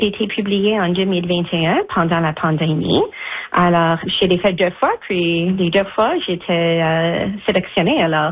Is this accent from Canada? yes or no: yes; Canada; Puis, ça aussi démontre que je suis canadienne, mais aussi j'utilise Fahrenheit pendant l'été parce que je suis si proche à la frontière.